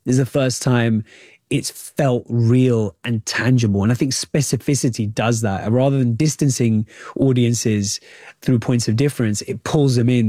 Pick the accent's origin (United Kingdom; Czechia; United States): United Kingdom; massive parallels with my own lived experience as a British Asian.